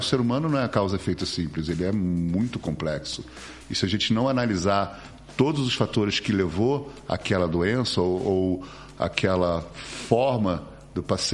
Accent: Rio de Janeiro, Brazil; born there; now in Curitiba, Brazil; Eu nasci em Botafogo e desde que eu me entendo por gente, eu sempre quis procurar a medicina, né? Eu cheguei a morar um tempo aqui em Curitiba, eu fiz o meu segundo grau aqui em Curitiba e sempre quis voltar para cá.

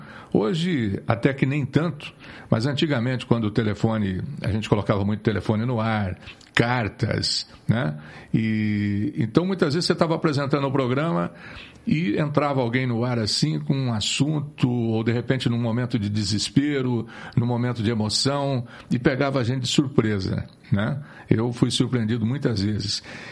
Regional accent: Ribeirão Claro, Paraná, Brazil; eu sou caipira, de Ribeirão Claro, falo male male o português

